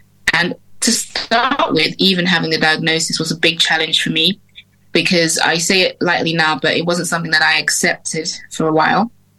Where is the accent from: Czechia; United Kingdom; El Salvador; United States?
United Kingdom; born there; So I'm what I like to call Britgerian, because I'm British Nigerian. I was born in the UK, but of Nigerian heritage.